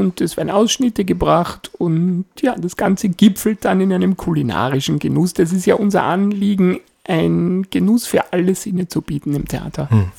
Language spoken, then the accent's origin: German; Vienna, Austria; Und das ist die Parallele auch zum Wiener Lied zum Beispiel. Also aus meiner Heimat.